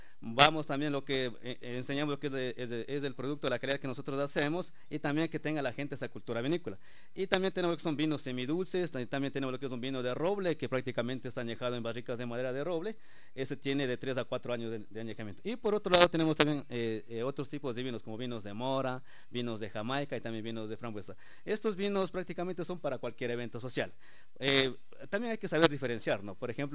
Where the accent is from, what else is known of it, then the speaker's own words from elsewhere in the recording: Sigchos, Cotopaxi, Ecuador; nosotros somos uh-huh. del Cantón Sitios, como de aquí en Ticusí.